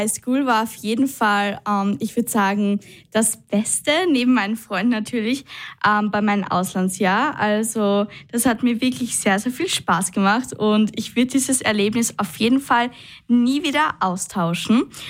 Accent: Austria; Also bei uns in Österreich ist es ja oft so

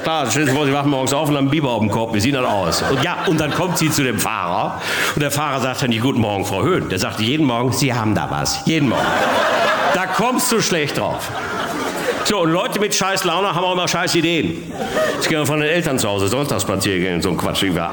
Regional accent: Bochum, North Rhine-Westphalia, Germany; Und jetzt ist ja so, meine Heimatstadt Bochum ist ja für Nordrhein-Westfalen das, was Amerika für die freie Welt darstellt.

